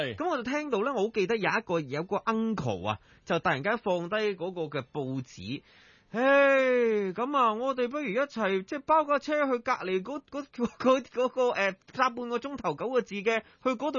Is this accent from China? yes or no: no; Australia; 我记得我嗰阵时细个喺澳洲嘅时候咧，系经历过一次